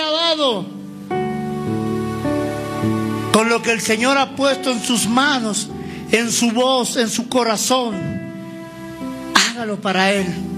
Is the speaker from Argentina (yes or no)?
yes; Argentina; moved away as an adult; also born or lived in Colombia; now in Santa Cruz de la Sierra, Bolivia; Mis hijos nacieron en Colombia. Yo soy argentino. He dejado mi tierra, mi familia, mi gente. ¿Y sabe dónde estamos pastoreando ahora? En Santa Cruz de la Sierra, Bolivia.